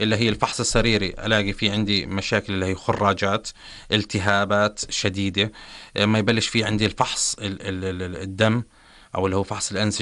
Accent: Jordan; هذا طبعا مش موجود عندنا بالأردن

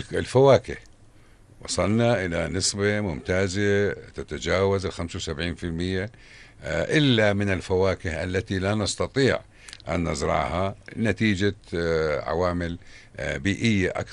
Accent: Jordan; عندنا في الأردن

